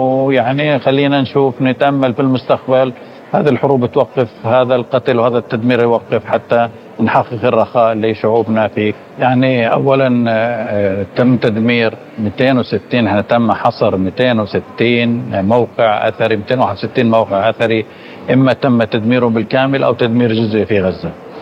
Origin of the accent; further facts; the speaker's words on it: Palestine; إحنا كفلسطينيين